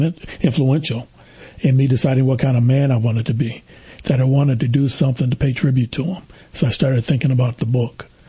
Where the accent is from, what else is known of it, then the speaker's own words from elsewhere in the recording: Lansing, Michigan, United States; Okay, I'm a son of Lansing. Mm-hmm. I grew up here in Lansing. My parents moved up from the South in 1950 to raise their family.